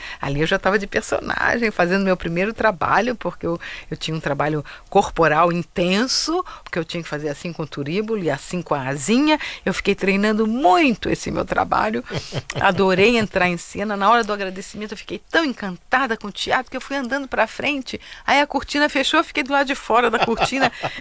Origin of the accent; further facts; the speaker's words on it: São Paulo, Brazil; moved away as an adult; also born or lived in Rio de Janeiro / Curitiba; fui pequenininha para Curitiba, fiquei até 4 anos lá e vim para São Paulo. Então, eu fiquei dos 5 aos 18 anos aqui em São Paulo.